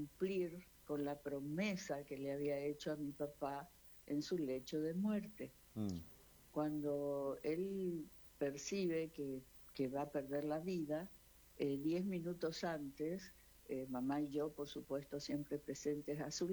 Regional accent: Argentina; moved away as an adult; now in Asunción, Paraguay; Sí, yo nací en la Argentina porque mis padres fueron paraguayos que se radicaron en la Argentina y bueno, fue así como yo nací en ese país hermano

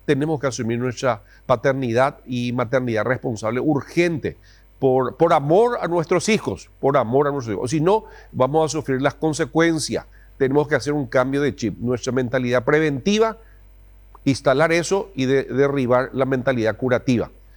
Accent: Paraguay; nosotros como paraguayos

